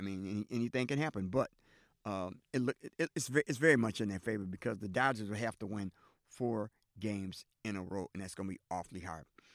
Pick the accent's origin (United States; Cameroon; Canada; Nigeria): United States; New York City, New York; now in Milwaukee, United States; I am a New Yorker, and we got a lot of faithful New York fans in Milwaukee and in all three sports, football, basketball, and baseball.